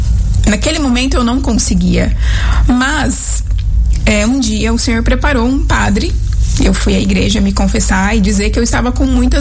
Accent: Paranaíba, Mato Grosso do Sul, Brazil; Eu sou natural de Paranaíba, no Mato Grosso do Sul. Uma terra muito boa, nós somos muito acolhedores. E é claro que não poderia deixar de ter calor. Uhum. Lá é quente o ano inteiro.

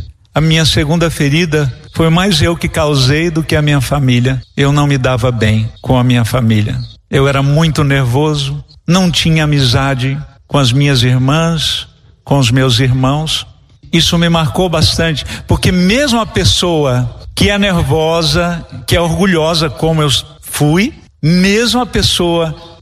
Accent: Registro, São Paulo, Brazil; depois sendo tratorista na prefeitura lá de Registro, Baixada Santista, onde eu nasci. Uma família muito humilde.

